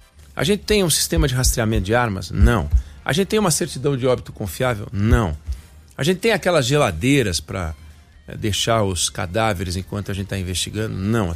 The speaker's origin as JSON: {"language": "Portuguese", "country": "Brazil"}